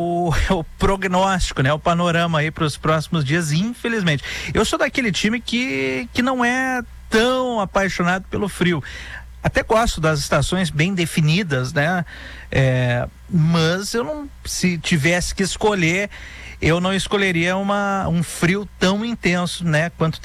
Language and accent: Portuguese; Rio Grande do Sul, Brazil; now in Porto Alegre, Brazil; E lá na minha cidade, ô Colin, o pior lá no sul do estado, lá em Pelotas e Rio Grande, é exatamente a umidade.